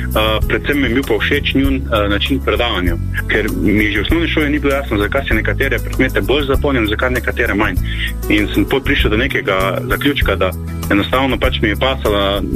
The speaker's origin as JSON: {"language": "Slovenian", "town": "Kovača vas", "region": "Drava", "country": "Slovenia", "tie": "born or raised there", "said": "odraščal sem v Kovači vasi, to je v bistvu minuto iz Slovenske Bistrice. Doma mi imamo še v bistvu kmetijo in ogromno časa sem preživel v naravi, ob hišnih in pač kmečkih opravilih."}